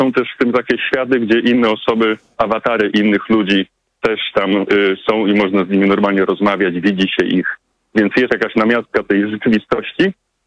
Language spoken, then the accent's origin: Polish; Szczecin, West Pomeranian Voivodeship, Poland; now in Netherlands; Ja ogólnie pochodzę ze Szczecina, teraz mieszkam na południu Holandii.